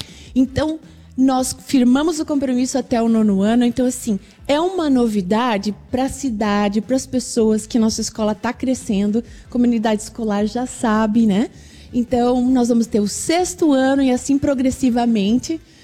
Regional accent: Brazil; a gente, como brasileiro

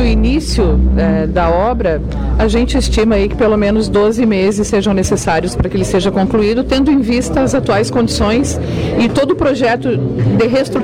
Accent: Santa Catarina, Brazil; eu sou do Sul

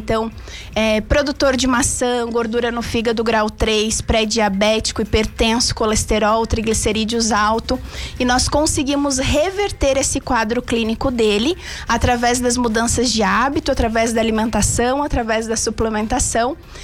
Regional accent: São Joaquim, Santa Catarina, Brazil; also born or lived in Florianópolis; São Joaquim, que é a minha cidade natal, foi a cidade que eu escolhi para fazer a minha carreira

